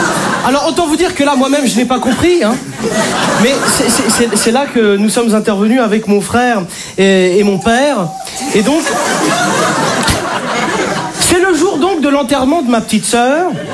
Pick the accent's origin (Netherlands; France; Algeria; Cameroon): Algeria; mais quelque part je suis algérien.